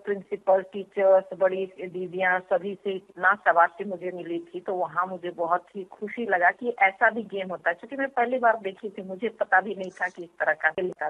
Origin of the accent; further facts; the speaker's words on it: Ramsiri, Jharkhand, India; also born or lived in Mahuadanr; मैं मेरे गांव से, रामसिरी गांव है, वहां से महुआनार जब बोर्डिंग स्कूल में मेरी दाखिला हुई